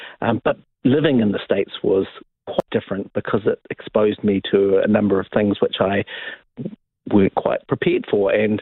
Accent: Wellington, New Zealand; also born or lived in Hamilton / Auckland; Well, I grew up in Wellington. My My parents joined the church when I was very young, and I managed to have quite a lovely experience in the church here

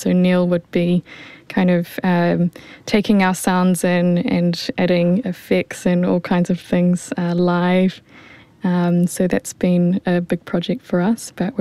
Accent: New Zealand; My mother is from Japan, and on my father's side, I'm Pākehā of English, Irish, and French ancestry.

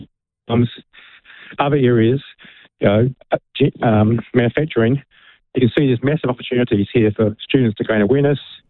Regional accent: Wellington, New Zealand; I'm from Wellington

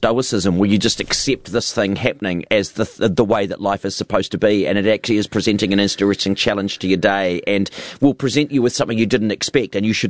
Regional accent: New Zealand; I'm a New Zealander, and so I just take it.

